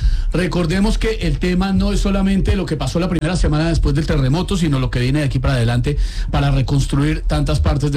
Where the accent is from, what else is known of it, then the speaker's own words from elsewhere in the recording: Colombia; mientras estemos unidos como colombianos, pues vamos a salir de esta